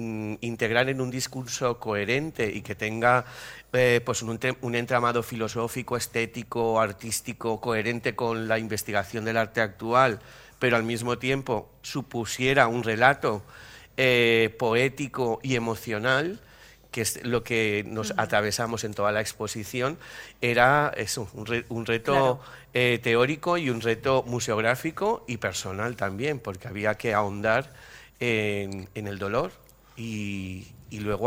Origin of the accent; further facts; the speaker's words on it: Algemesí, Valencian Community, Spain; Yo soy d'Algemesí